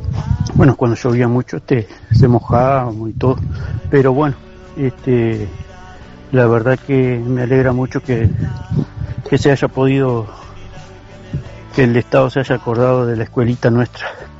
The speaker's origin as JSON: {"language": "Spanish", "town": "Cerro Chato", "region": "Durazno", "country": "Uruguay", "tie": "born there"}